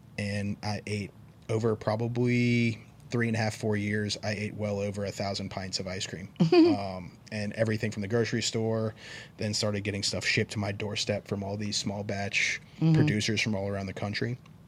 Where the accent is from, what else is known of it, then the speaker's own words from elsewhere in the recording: Metairie, Louisiana, United States; I grew up in Metairie.